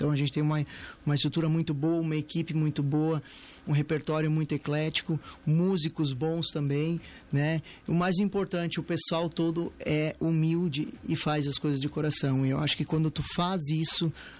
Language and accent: Portuguese; Santa Clara do Sul, Rio Grande do Sul, Brazil; Eu sou lá de Santa Clara